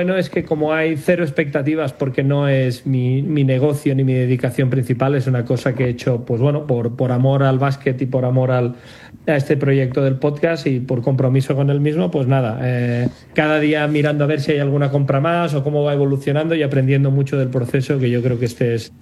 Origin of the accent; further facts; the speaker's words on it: Sabadell, Catalonia, Spain; Yo soy natural de Sabadell, Barcelona.